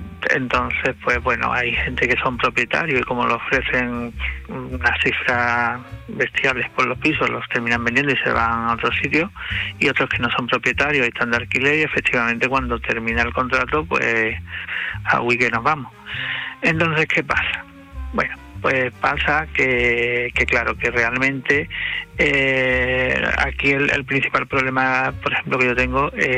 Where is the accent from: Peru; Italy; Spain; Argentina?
Spain; Málaga, Andalusia; Verá, yo soy de Málaga.